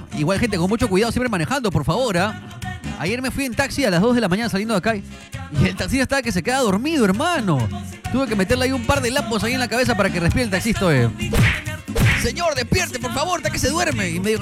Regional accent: Peru; Los peruanos somos así, estamos en todos lados

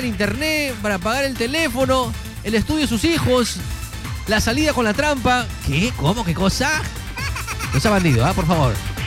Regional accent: Peru; Así somos los peruanos, chambeadores.

